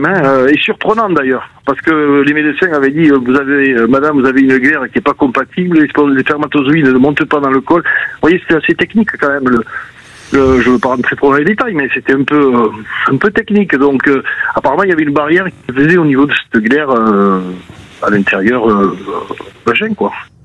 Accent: Toulouse, Occitanie, France; accent: Toulouse; mon accent de Toulouse.

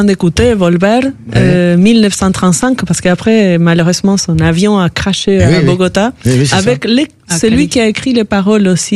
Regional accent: Rosario, Santa Fe, Argentina; moved away; On vient d'Argentine

